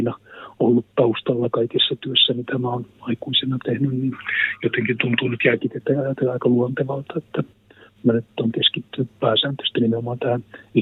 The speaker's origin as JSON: {"language": "Finnish", "region": "North Savo", "country": "Finland", "tie": "born or raised there", "moved": "yes", "said": "kun mä olen syntynyt Pohjois-Savossa"}